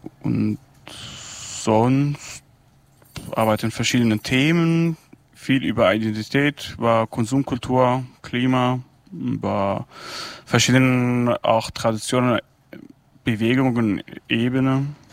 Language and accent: German; Rumelan, Al-Hasakah Governorate, Syria; German is a second language; moved away as an adult; also born or lived in Damascus; now in Germany; ich komme aus Rojava, Rumelan, bin da geboren, aufgewachsen und dann nach Damaskus gegangen, habe da Kunst studiert, Theaterstudie und Tanz und dann rüber nach Deutschland.